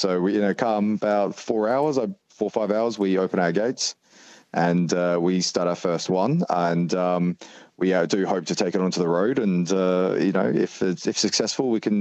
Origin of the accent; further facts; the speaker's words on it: England, United Kingdom; I'm English, so my ancestors would have been running away from the Viking.